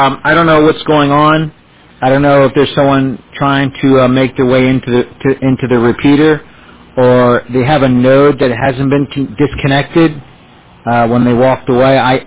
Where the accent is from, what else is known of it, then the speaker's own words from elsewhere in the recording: Bucks County, Pennsylvania, United States; moved away as an adult; also born or lived in Washington, D.C.; now in Florida, United States; I've only moved down here in this state in 2018. Both my wife and I are from Pennsylvania. My wife is from Lancaster. I'm from Bucks County.